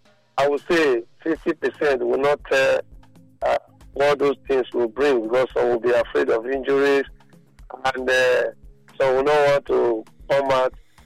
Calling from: Benin; I'm calling from Benin.

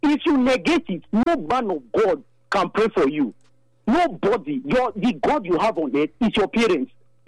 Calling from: Benin City, Edo, Nigeria; I'm calling from Benin.

